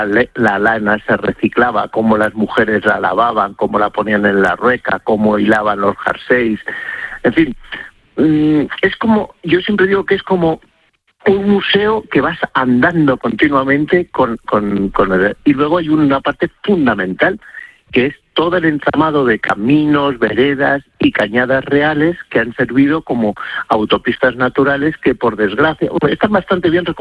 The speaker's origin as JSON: {"language": "Spanish", "region": "Castile and León", "country": "Spain", "tie": "born or raised there", "also_born_or_lived": "Madrid", "said": "Pero bueno, ¿cómo no lo voy a conocer si es mi tierra? Que es que yo me crié tirando cantos a los del pueblo de arriba, a los de Navasequilla, y los de la Lastra me tiraban cantos a mí"}